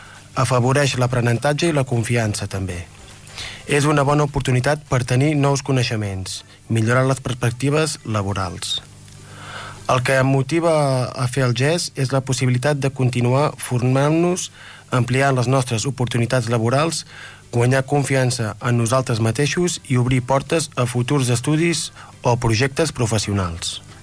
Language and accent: Catalan; Vic, Catalonia, Spain; Bona tarda … soc de Vic